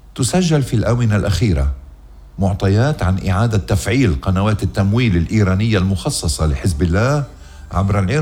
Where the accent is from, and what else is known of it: Lebanon